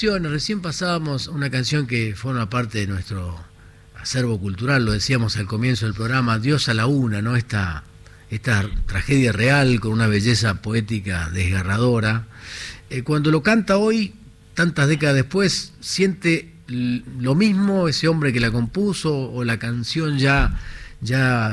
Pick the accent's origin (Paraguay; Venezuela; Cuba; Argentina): Argentina; Córdoba; now in Buenos Aires, Argentina; yo soy cordobés, entonces recuerdo acá en Buenos Aires muy difícil conseguir esa uva. Pero en Córdoba, las parras de mi abuela